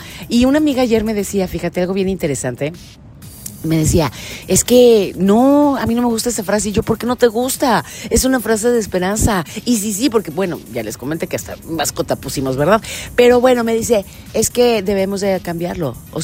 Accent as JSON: {"language": "Spanish", "country": "Mexico", "said": "vamos a celebrar que somos mexicanos"}